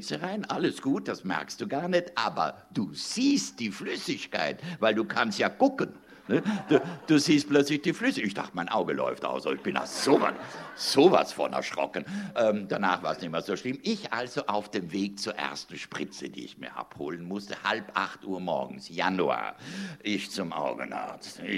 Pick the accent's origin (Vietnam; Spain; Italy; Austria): Italy; Trentino-Alto Adige